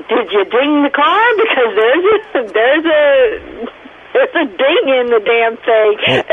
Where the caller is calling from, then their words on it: California, United States; I'm from SoCal.